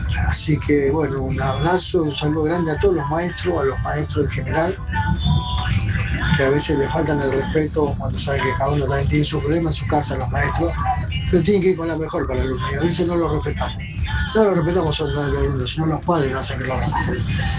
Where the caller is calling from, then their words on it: Casanova, Buenos Aires Province, Argentina; de Casanova o de Los Aires.